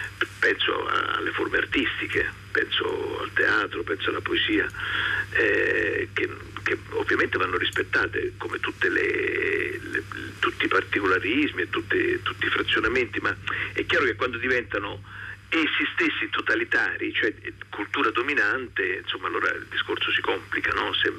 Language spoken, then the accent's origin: Italian; Rome, Lazio, Italy; ne rimasi anche piuttosto impressionato, non in quanto romano naturalmente, ma in quanto italiano.